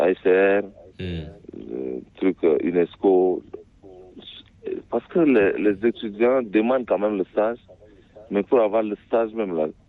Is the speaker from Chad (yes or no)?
yes; Chad; Mais chez nous, au Tchad, ce système n'existe pas.